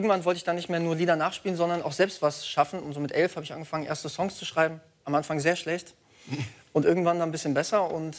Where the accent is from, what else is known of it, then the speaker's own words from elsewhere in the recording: Hesse, Germany; Ich komme aus Mittelhessen. Ich habe schon immer Musik gemacht, seit ich denken kann.